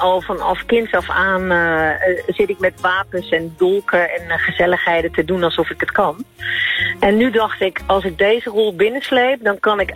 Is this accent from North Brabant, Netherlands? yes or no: yes; North Brabant, Netherlands; Ik ben dan wel uit Brabant, maar ik heb geen tasje pistolen achterin.